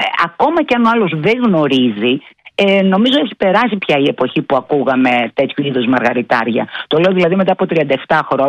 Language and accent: Greek; Turkey; Greek is a second language; έδωσε συγχαρητήρια για το επίπεδο της γλώσσας μου, λέγοντας ότι μιλάω πολύ καλά αυτή τη γλώσσα. Αν και είμαι Τουρκάλα.